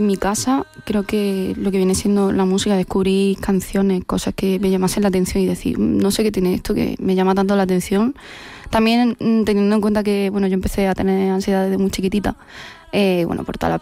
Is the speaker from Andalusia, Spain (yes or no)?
yes; Torre del Campo, Andalusia, Spain; also born or lived in Melilla; yo he nacido en Melilla, estuve ahí hasta los 3 añitos y ya mis padres se mudaron a Jaén, me criaron en Torre del Campo.